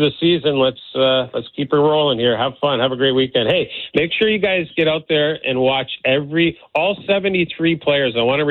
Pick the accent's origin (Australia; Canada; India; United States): Canada; Newfoundland and Labrador; I'm from The Rock